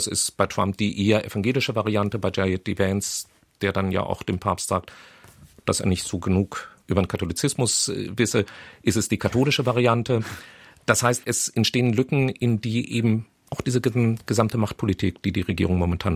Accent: Germany; Für uns als Deutsche ganz, ganz schwer vorstellbar.

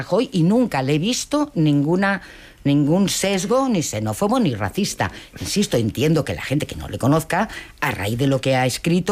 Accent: Community of Madrid, Spain; now in Granada, Spain

